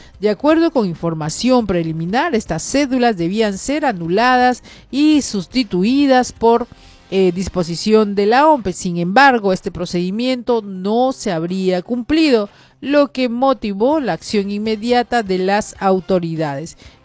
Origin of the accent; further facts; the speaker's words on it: Peru; pues no dice nada bien a como personas, como ciudadanos peruanos, como responsables de este proceso electoral